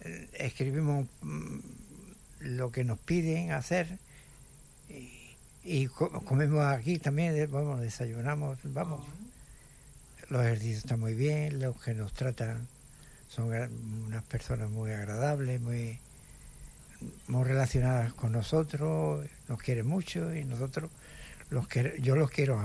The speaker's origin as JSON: {"language": "Spanish", "town": "San Roque", "region": "Andalusia", "country": "Spain", "also_born_or_lived": "Basque Country", "moved": "yes", "lives_now": "Málaga, Spain", "said": "Yo soy de San Roque, de un pueblo de Cádiz. Oh. San Roqueño."}